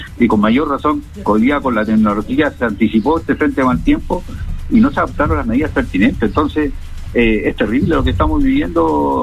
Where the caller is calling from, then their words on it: Antofagasta, Chile; Yo soy de Antofagasta, estoy hace 30 años.